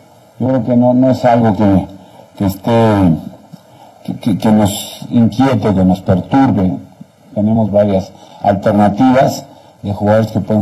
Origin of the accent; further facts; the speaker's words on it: Mexico; Para mí como mexicano no hay mayor gozo o disfrute que representar tu país en algo